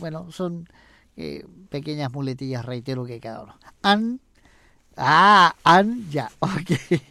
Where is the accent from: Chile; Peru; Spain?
Chile; accent: Chilean